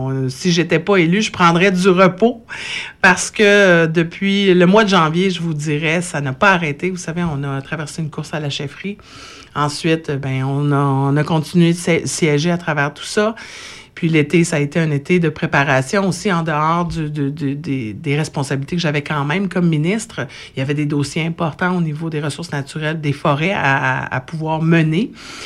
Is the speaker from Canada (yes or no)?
yes; Uashat, Quebec, Canada; moi, je viens d'Ouacha, de la région de Sept-Îles